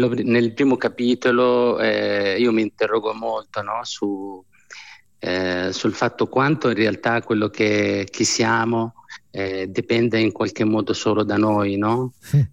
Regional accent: Amman, Amman Governorate, Jordan; moved away; Io sono nata ad Amman, sono cresciuta in una famiglia numerosa, in una casa dove c'era affetto, tradizione, religione, ma anche tante domande.

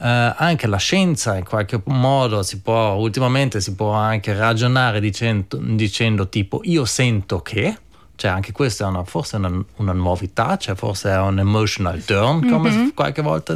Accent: Lana, Trentino-Alto Adige, Italy; abbiamo scelto Lana perché siamo di Lana

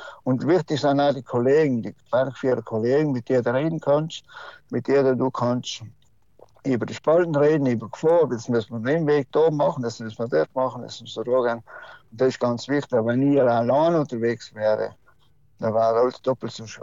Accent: South Tyrol, Italy; das sind die Probleme und mit die Massen sind bei uns im Westen von Südtirol sowieso, haben wir noch nichts Problem.

